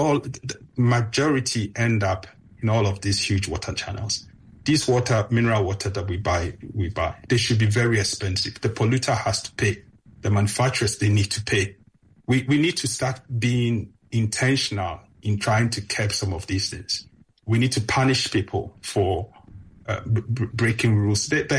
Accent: Ghana; English is a second language; now in United Kingdom; I grew up in Ghana without any swimming lessons. I had to come to the UK to learn how to swim.

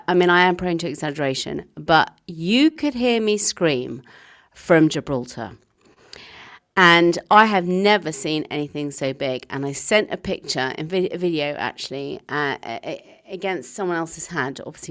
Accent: England, United Kingdom; what I love about being English is we have seasons.

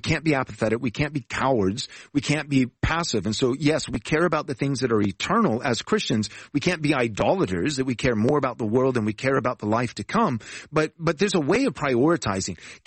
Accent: Texas, United States; And we moved out to Texas, back to my old stomping grounds, growing up, born and raised in Texas, and started a church in my living room

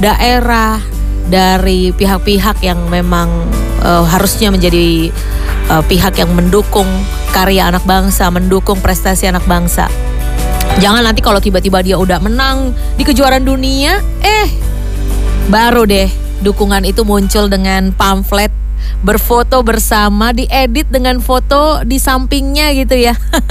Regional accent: Sleman, Special Region of Yogyakarta, Indonesia; Sebagai warga Sleman ikutan bangga ya.

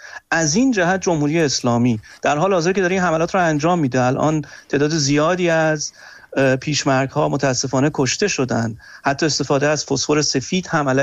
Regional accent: Iran; من به عنوان یک ایرانی

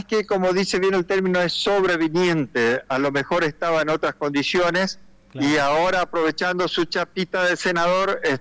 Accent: El Colorado, Formosa, Argentina; mi pueblo, en el Colorado

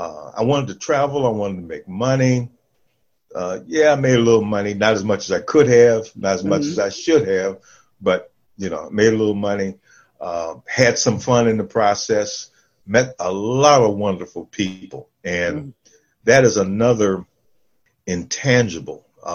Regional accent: Detroit, Michigan, United States; moved away; growing up in Detroit, when I grew up in Detroit

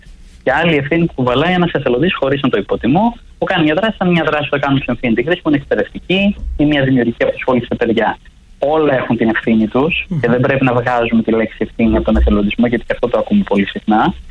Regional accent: Greece

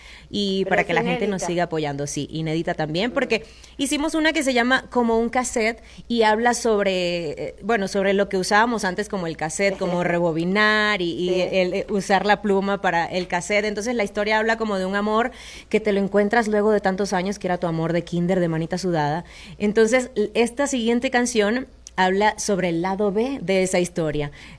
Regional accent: Venezuela; Yo soy venezolana, pero crecí escuchando y viendo televisión mexicana.

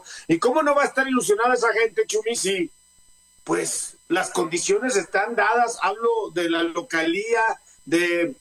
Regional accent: Mexico; y es que como mexicanos hay que echar buena vibra

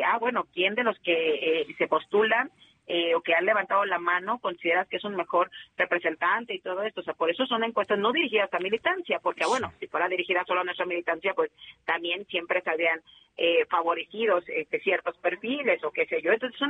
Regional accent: Michoacán, Mexico; yo soy de Michoacán, entonces también traigo todo el radar de lo que pasa en mi estado

